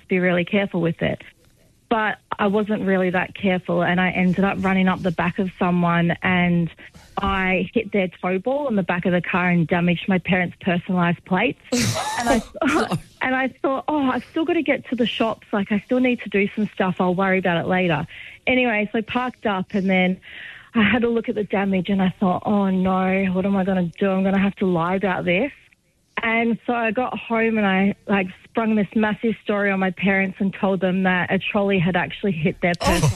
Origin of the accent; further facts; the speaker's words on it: Australia; And I just got my P license because obviously I'm Australian.